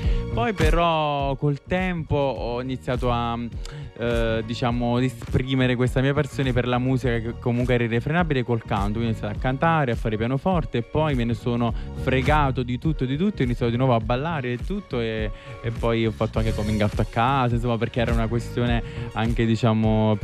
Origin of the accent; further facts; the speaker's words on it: Marcianise, Campania, Italy; sono di Marcianise, provincia di Caserta